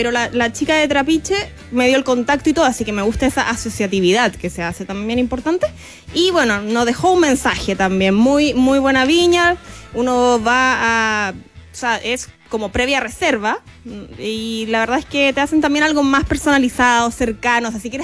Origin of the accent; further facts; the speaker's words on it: Pirque, Santiago Metropolitan Region, Chile; now in La Serena, Chile; Yo estoy viviendo en departamento en La Serena, entonces cuando toco tierra, así como que estoy en un fin de semana, bueno, yo soy de Pirque